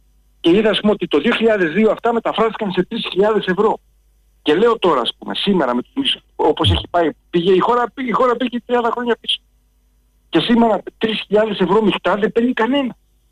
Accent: Zacharo, Western Greece, Greece; σταματάω, ας πούμε, στο χωριό μου, εκεί στη Ζαχάρο, Κακόβατο και τα λοιπά.

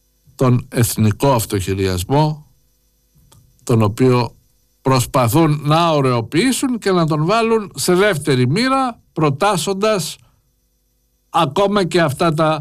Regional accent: Greece

